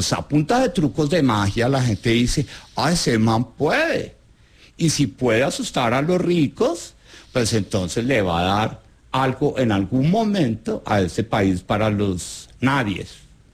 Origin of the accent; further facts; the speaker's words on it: Colombia; a entender que como colombianos siempre hemos sido capaces de, en la incomodidad, construir algo que nos haga salir adelante.